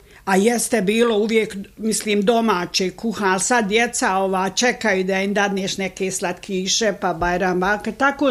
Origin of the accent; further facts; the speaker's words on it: Vogošća, Federation of Bosnia and Herzegovina, Bosnia & Herzegovina; ja sam inače i rodom iz Vogošće, a u Vogošći ovdje sam se i udata.